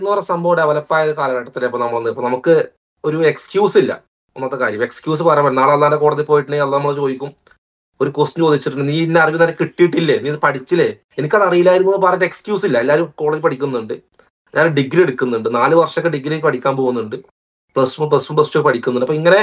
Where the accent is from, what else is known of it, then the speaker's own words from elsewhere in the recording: Kerala, India; born there; moved away; നമ്മളെ നാട്ടില് ഞാൻ ചെറുപ്പത്തില് ഭിക്ഷക്കാരെ കണ്ടിട്ടുണ്ട്, സത്യം പറയാം, ഭിക്ഷക്കാരെ ചെറുപ്പത്തിൽ കണ്ടിട്ടുണ്ട്, മലയാളികളെ.